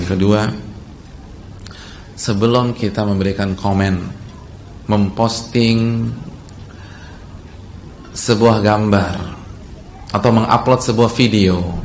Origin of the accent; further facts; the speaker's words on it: Jakarta, Indonesia; apalagi kita orang Jakarta, itu kuantitas waktu ketemu istri itu hanya beberapa jam